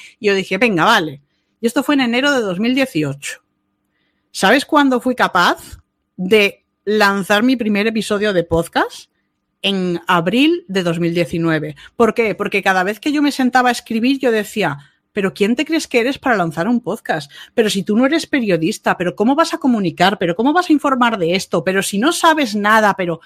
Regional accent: Málaga, Andalusia, Spain; born or raised there; also born or lived in Bilbao

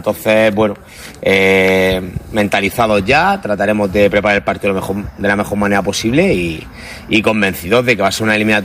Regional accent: Jerez de la Frontera, Andalusia, Spain; now in Cuenca, Spain; porque es mi tierra, porque conozco bien lo que es el contexto del Jerez

